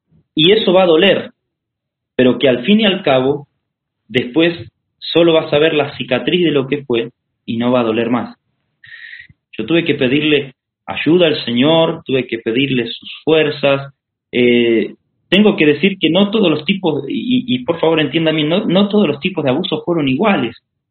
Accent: Argentina; moved away as an adult; now in Brazil; yo estaba en Argentina, estaba haciendo trabajos misioneros en mi país

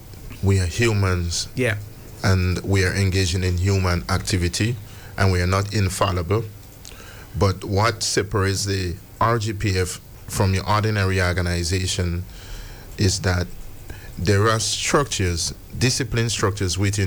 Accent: Trinidad & Tobago; born there; I'm Trinidadian by birth, so I'm celebrating it all around.

